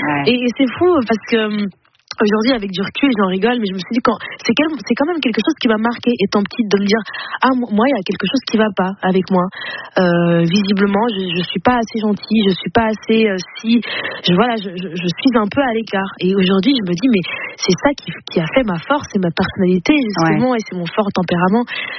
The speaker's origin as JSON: {"language": "French", "region": "Flanders", "country": "Belgium", "tie": "born or raised there", "said": "puisque moi j'ai grandi en Flandre, donc la partie flamande de la Belgique."}